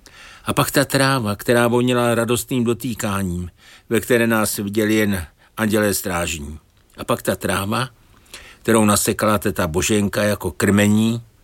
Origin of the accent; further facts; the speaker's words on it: Prague, Czechia; vaše květvička vzal meprobamát, co jsem jmenoval, ale v té přehlídce zelených odstínů se mi najednou vybavil i obraz dětství ve Veleslavíně